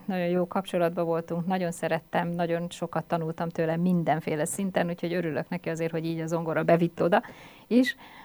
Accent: Pécs, Baranya, Hungary; Pécset élek most is, úgy nagyjából, de Pécset születtem, és azt lehet mondani, hogy minden szálam inkább azt lehet, egy kisebb városhoz, egy vidékhez, ilyen közösségekhez köt.

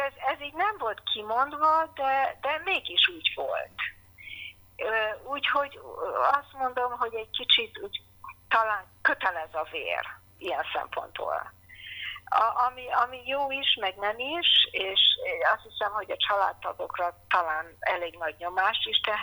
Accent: Canada; born there; first language English; Hungarian is a second language; mi évente jártunk nyaranta vissza Magyarországra, ugye én Kanadába születtem.

